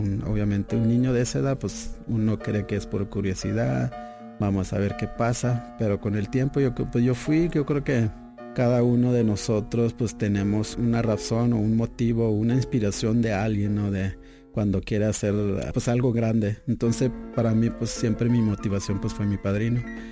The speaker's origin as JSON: {"language": "Spanish", "town": "Retosachi", "region": "Chihuahua", "country": "Mexico", "tie": "born or raised there", "said": "Soy de Retosachi, en Batopilas, 12 horas más o menos desde la capital, aquí en Chihuahua. Estuve ahí en la comunidad con mis papás hasta los 12 años"}